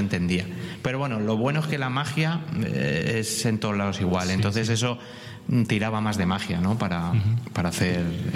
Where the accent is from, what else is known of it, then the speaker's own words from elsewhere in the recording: Madrid, Community of Madrid, Spain; yo soy muy madrileño, muy tronco